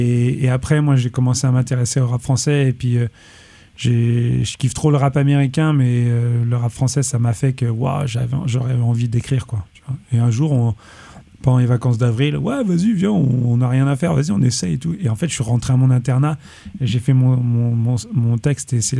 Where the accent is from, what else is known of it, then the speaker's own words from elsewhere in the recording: Paris, Île-de-France, France; On est tous de Paris.